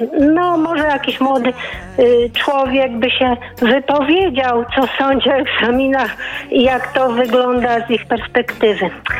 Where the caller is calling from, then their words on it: Warsaw, Masovian Voivodeship, Poland; z Warszawy.